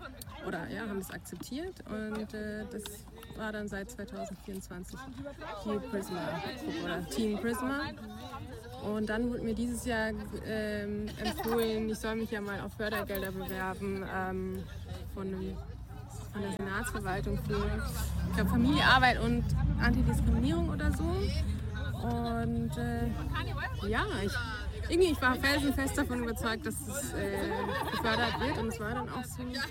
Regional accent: Southern Germany, Germany; da wo ich herkomme oder wo ich aufgewachsen bin, im Süden von Deutschland, war ich auch immer die Einzige im Tennisclub.

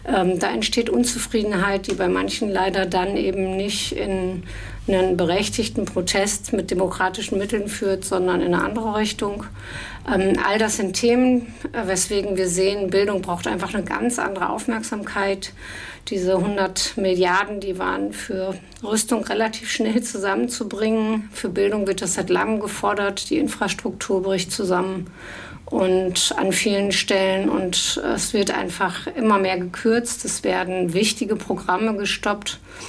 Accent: West Germany, Germany; ich bin in Westdeutschland groß geworden und für mich war, also meine Eltern waren auch eher sehr links

